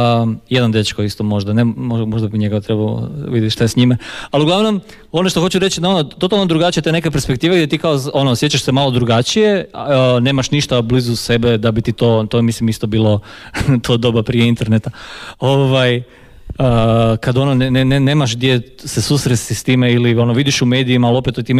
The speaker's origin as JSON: {"language": "Croatian", "town": "Poreč", "region": "Istria County", "country": "Croatia", "moved": "as an adult", "said": "ja sam inače iz Poreča, kao pa tu iz Istre, ali došao sam bio studirati u Zagreb"}